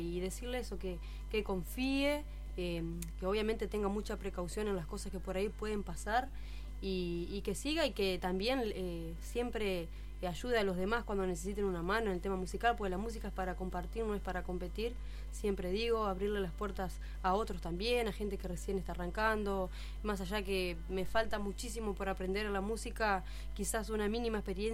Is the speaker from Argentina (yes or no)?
yes; Hernandarias, Entre Ríos, Argentina; Festival del Yeso allá de mi pueblo, del Minero, perdón, de mi pueblo. Bueno, el festival del Yeso de allá de Hernandarias